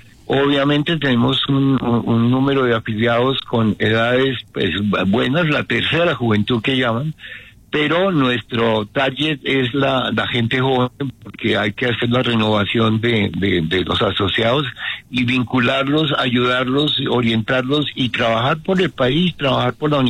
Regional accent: Colombia; somos todos colombianos y queremos apoyar a nuestra gente.

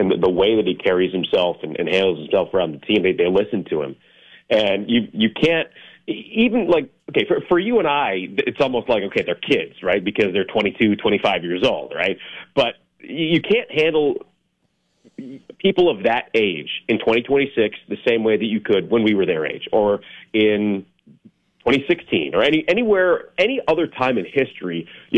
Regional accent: New York, United States; moved away as an adult; now in Oregon, United States; I grew up in New York, and he just starts laughing. And I'm like, so I was 13 years old in 1995

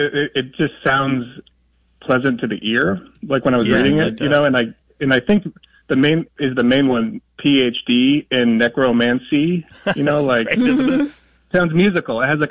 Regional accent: Los Angeles, California, United States; I'm from Los Angeles.

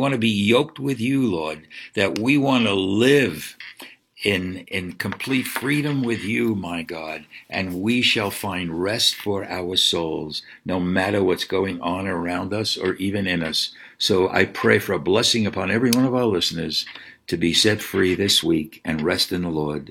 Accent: Brooklyn, New York, United States; growing up in Brooklyn, a yoke seems to be a picture of bondage.

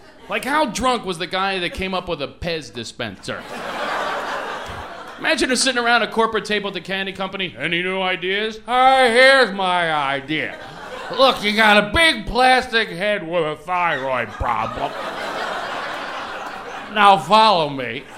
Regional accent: Philadelphia, Pennsylvania, United States; I grew up in Philadelphia. That's a tough neighborhood.

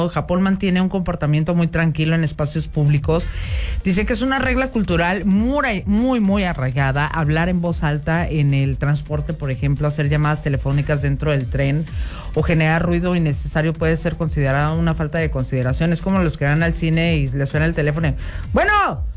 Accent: Mexico; Para muchos de nosotros como mexicanos puede resultar muy extraño

